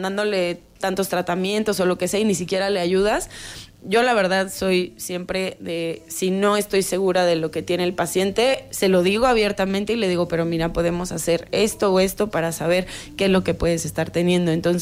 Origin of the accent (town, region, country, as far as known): Mexico